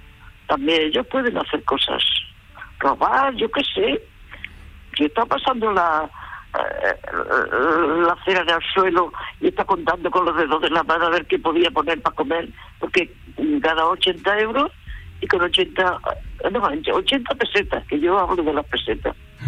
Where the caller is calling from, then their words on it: Andalusia, Spain; soy andaluza, pero yo no tenía estudios ni nada.